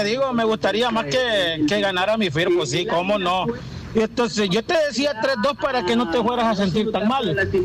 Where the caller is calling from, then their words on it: Eastern El Salvador, El Salvador; también soy de Oriente.